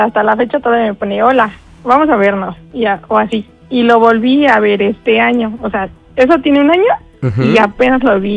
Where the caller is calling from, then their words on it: Ecatepec, State of Mexico, Mexico; Tengo 33 años y soy de Catepec.